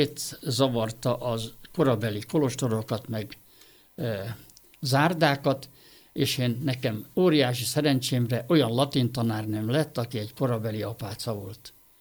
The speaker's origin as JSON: {"language": "Hungarian", "town": "Győr", "region": "Győr-Moson-Sopron", "country": "Hungary", "tie": "born or raised there", "also_born_or_lived": "Egypt", "moved": "as an adult", "said": "én nekem győri magányom van. Ott születtem én, ez egy másik vers, a nagyapám után Papkertnek nevezett rezidencián, egy háromlábú tornázas kúriában, két hold birtok."}